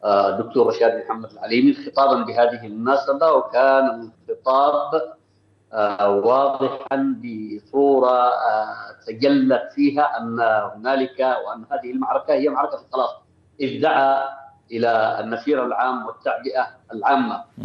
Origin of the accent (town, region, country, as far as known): Yemen